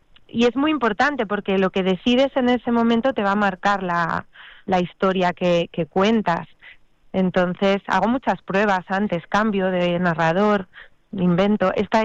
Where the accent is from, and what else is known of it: Huesca, Aragon, Spain; now in Barcelona, Spain